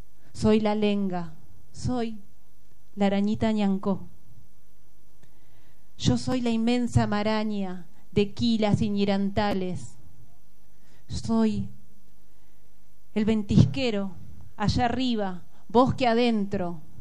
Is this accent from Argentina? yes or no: yes; Esquel, Chubut, Argentina; now in La Plata, Argentina; soy nacida y criada en la ciudad de Esquel, Chubut. Hace más de 20 años que vivo en La Plata.